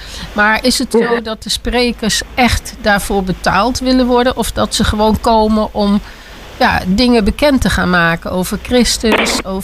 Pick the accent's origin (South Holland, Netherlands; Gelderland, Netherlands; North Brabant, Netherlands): Gelderland, Netherlands; Arnhem; born there; now in Friesland, Netherlands; Ik kom oorspronkelijk uit Gelderland, Arnhem.